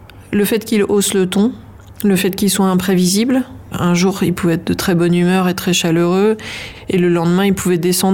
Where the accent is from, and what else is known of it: Lille, Hauts-de-France, France; born there; now in Lambersart, France